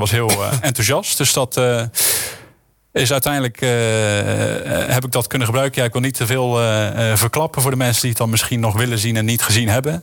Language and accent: Dutch; Dordrecht, South Holland, Netherlands; Klopt. Geboren en getogen in Sterrenburg.